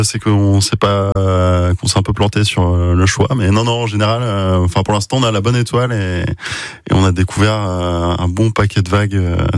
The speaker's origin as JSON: {"language": "French", "region": "Brittany", "country": "France", "said": "on est breton pure souche, tous les trois."}